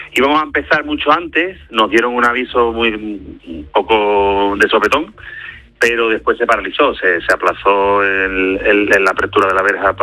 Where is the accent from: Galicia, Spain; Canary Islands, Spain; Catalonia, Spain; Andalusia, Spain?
Andalusia, Spain; La Línea de la Concepción; para mi pueblo ha sido una cosa que nos ha oprimido bastante.